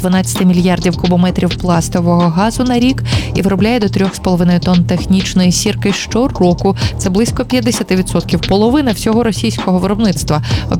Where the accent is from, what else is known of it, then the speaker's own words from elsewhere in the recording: Ivano-Frankivsk Oblast, Ukraine; а коли йому було 3 роки, батьки переїхали на Прикарпаття, звідки я родом.